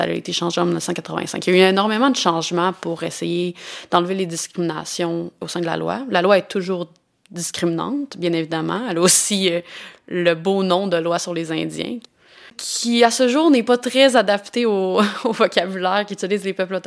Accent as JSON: {"language": "French", "town": "Wendake", "region": "Quebec", "country": "Canada", "said": "je suis Wendat de Wendake."}